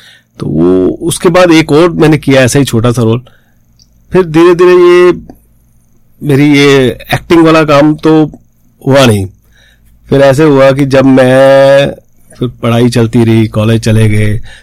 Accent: Jalandhar, Punjab, India; मैं बेसिकली पंजाब से हूं, पंजाब के जलंधर शहर से

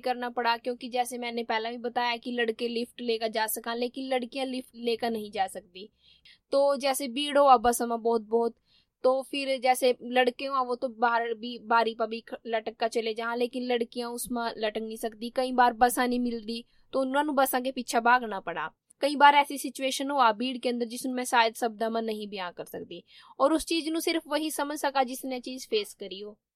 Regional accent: Fatehpur, Haryana, India; born or raised there

